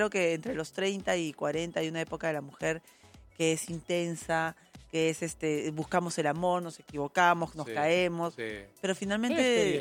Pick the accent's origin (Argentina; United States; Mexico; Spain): Argentina; así somos los argentinos